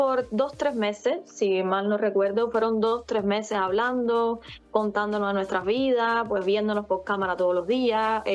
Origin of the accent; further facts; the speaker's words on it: Cuba; Quizás le llamaba la atención mi acento, porque me hablaba mucho del acento. O sea, creo que sí, que él como que tenía ganas de conocer una cubana.